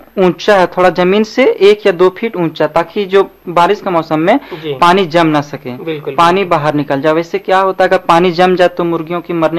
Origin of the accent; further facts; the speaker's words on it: Jharkhand, India; और हम इचाक प्रखंड का मने गाँव का रहने वाले हैं